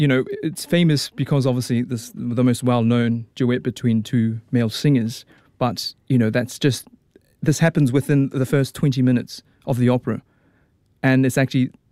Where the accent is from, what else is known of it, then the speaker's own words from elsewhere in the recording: Auckland, New Zealand; also born or lived in Australia; I grew up in Auckland. I grew up in East Auckland in Howick Highland Park.